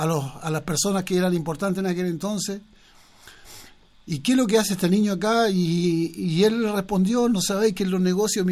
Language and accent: Spanish; Chile